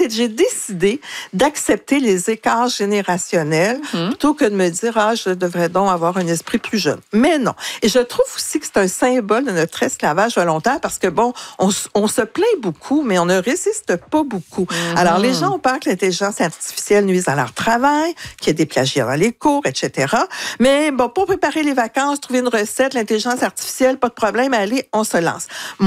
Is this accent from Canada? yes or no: yes; Quebec, Canada; en tant que Québécois